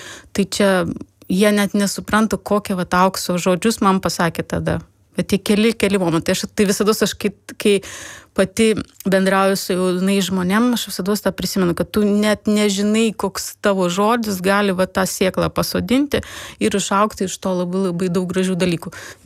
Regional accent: Kaunas, Kaunas County, Lithuania; aš gimiau ir užaugau savo mylimam Kaune.

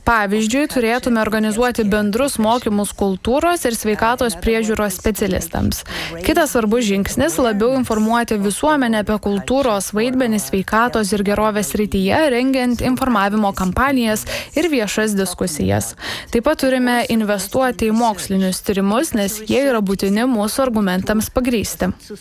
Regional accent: Austria; aš esu iš Austrijos

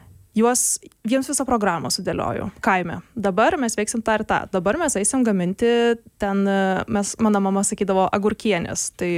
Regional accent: Alytus County, Lithuania; Tai aš esu kilusi iš Alytaus rajono, netoli Žuvinto biosferos rezervato mes gyvenam. Mano vienkėmis vadinasi Zailiai, labai keistas pavadinimas, dabar man atrodo oficialiai gal kokie tik 3 ar 4 gyventojai likę.

